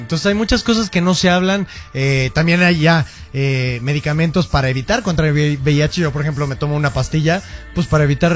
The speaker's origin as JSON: {"language": "Spanish", "town": "Monterrey", "region": "Nuevo León", "country": "Mexico", "moved": "yes", "lives_now": "Mexico City, Mexico", "said": "yo también soy regio"}